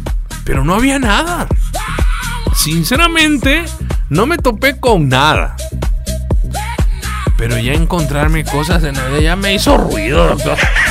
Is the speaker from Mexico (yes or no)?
yes; Mexico